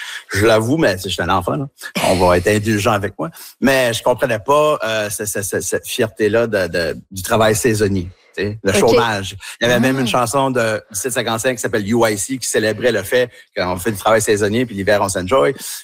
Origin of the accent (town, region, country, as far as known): New Brunswick, Canada